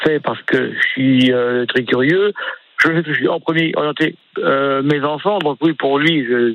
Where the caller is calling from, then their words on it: Île-de-France, France; Bah moi, je suis en Île-de-France depuis au moins 1000 ans en arrière.